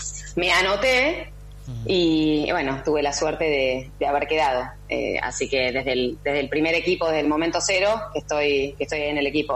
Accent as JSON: {"language": "Spanish", "region": "Neuquén", "country": "Argentina", "tie": "born or raised there", "moved": "as an adult", "lives_now": "Buenos Aires, Argentina", "said": "yo jugué hasta los 18 en Neuquén, pues yo soy de Neuquén, vivía en Neuquén y me vine a estudiar a Buenos Aires, abogacía"}